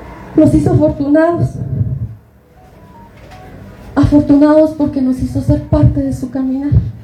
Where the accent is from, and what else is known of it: Guatemala